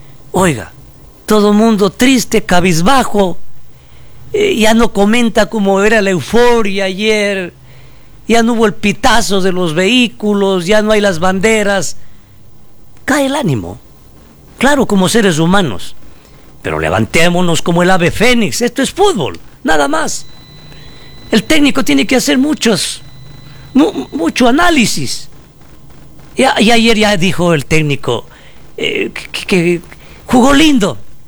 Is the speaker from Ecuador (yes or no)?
yes; Ecuador; como somos los ecuatorianos, un poco alcanfor, vivimos de las emociones.